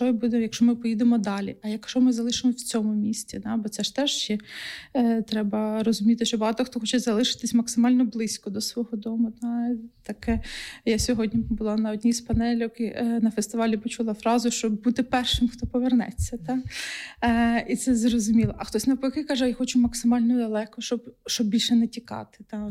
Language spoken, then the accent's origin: Ukrainian; Huliaipole, Zaporizhzhia Oblast, Ukraine; moved away; я сама з Гуляйполя Запорізької області, нині окупованого